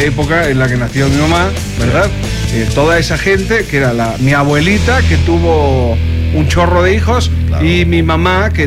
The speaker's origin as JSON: {"language": "Spanish", "country": "Spain", "said": "en mi tierra, tú no eres capaz de sustentarte. O sea, un salario medio en España, que va a parecer muy alto, ¿verdad?"}